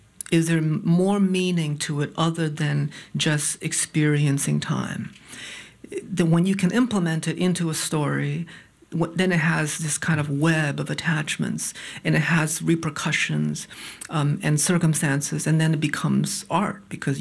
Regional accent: Connecticut, United States; born there; moved away as an adult; So when I came to New York to go to school, I told folks, I'm from Connecticut

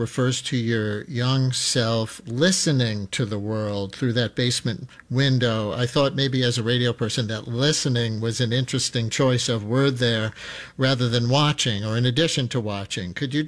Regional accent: New York City, New York, United States; also born or lived in the Bronx; I was born in the Bronx and raised in Queens, so I've got it twice.

